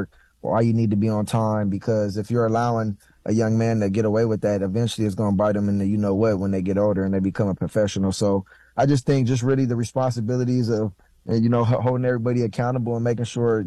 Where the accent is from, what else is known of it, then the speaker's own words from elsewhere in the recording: Los Angeles, California, United States; USC was right there in my backyard. I grew up in the Crenshaw District, and that was literally in my backyard